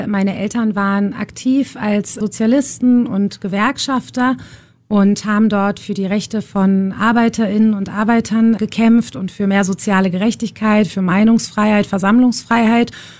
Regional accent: Munich, Bavaria, Germany; born there; Meine Mutter war im 8. Monat schwanger mit mir. Ja. Und ich bin dann in München zur Welt gekommen.

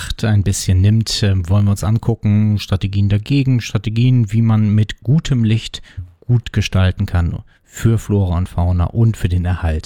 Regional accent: Berlin, Germany; Aber auf jeden Fall, naja, so als Berliner, als Köpenicker.

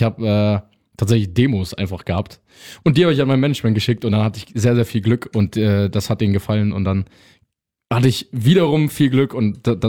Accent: Trier, Rhineland-Palatinate, Germany; Den Kontakt habe ich bekommen über Personen aus Trier. Ich bin ja aus Trier.

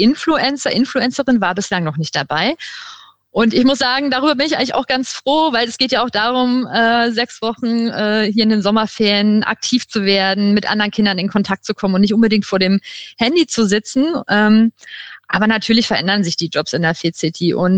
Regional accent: Southern Germany, Germany; now in Berlin, Germany; ich komme aus dem Süden und meine nächste Spielstadt wäre dann eher Mini-München gewesen.

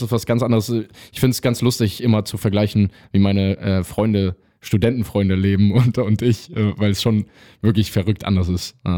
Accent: Trier, Rhineland-Palatinate, Germany; Ich bin ja aus Trier.

